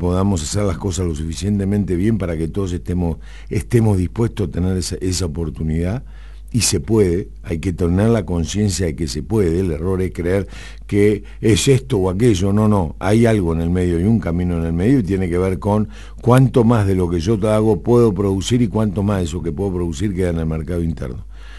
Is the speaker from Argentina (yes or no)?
yes; Argentina